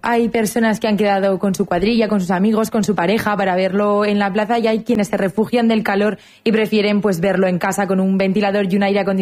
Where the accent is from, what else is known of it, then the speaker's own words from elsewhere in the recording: Corella, Navarre, Spain; Yo soy de Corella